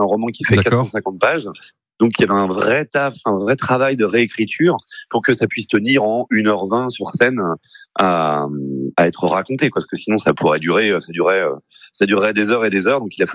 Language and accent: French; France; chez nous en France